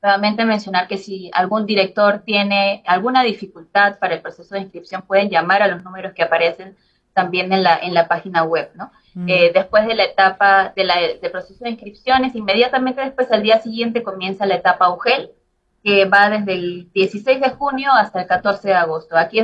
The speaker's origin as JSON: {"language": "Spanish", "country": "Peru", "said": "nosotros como peruanos"}